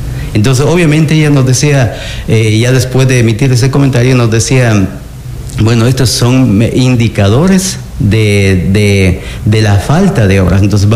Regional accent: Riobamba, Chimborazo, Ecuador; now in La Libertad, Ecuador; una señora de mi tierra, también de la ciudad de Riobamba

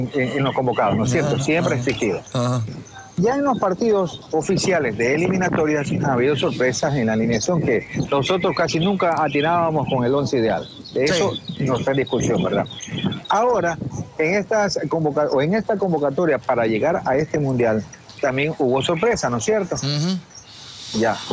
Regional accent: Ecuador

